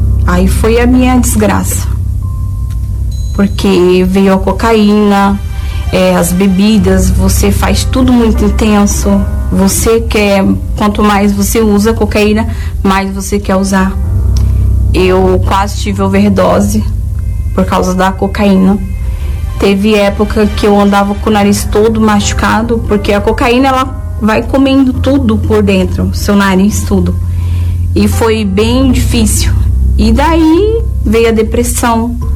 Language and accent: Portuguese; Boa Nova, Bahia, Brazil; tenho 37 anos. Eu nasci na Bahia, em Boa Nova. E eu cresci num lar totalmente destruído, com brigas.